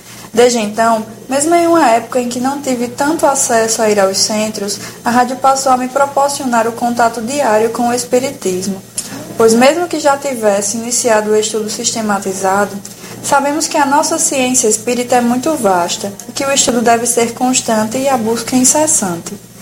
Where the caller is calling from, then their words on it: Natal, Rio Grande do Norte, Brazil; sou de Natal, Rio Grande do Norte.